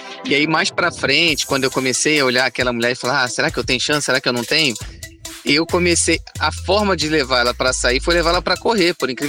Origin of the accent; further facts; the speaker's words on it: Rio de Janeiro, Brazil; eu, quando era mais jovem, como sou do Rio de Janeiro, eu fazia muita trilha